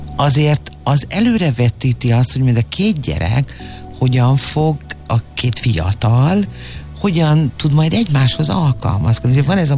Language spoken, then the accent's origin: Hungarian; Great Hungarian Plain, Hungary; én az Alföldről származom